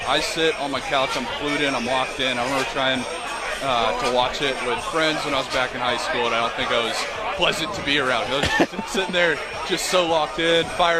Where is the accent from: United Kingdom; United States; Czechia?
United States; the South; Man, growing up in the South, I didn't grow up a Notre Dame fan.